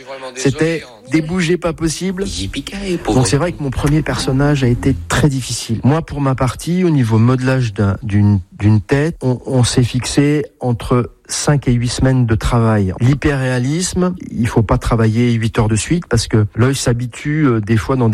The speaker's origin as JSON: {"language": "French", "town": "Vierzon", "region": "Centre-Val de Loire", "country": "France", "tie": "born or raised there", "moved": "as an adult", "said": "Je suis originaire de Vierzon."}